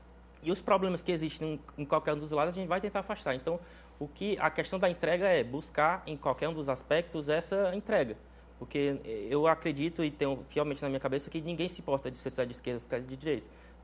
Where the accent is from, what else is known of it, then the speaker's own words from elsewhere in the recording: Crateús, Ceará, Brazil; moved away as an adult; Eu sou de Crateús, uma cidade que eu amo muito